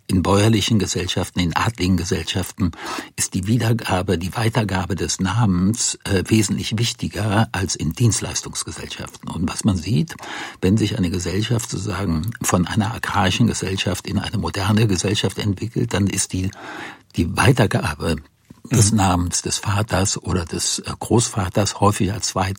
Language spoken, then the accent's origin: German; Rhineland, Germany; ich komme aus dem Rheinland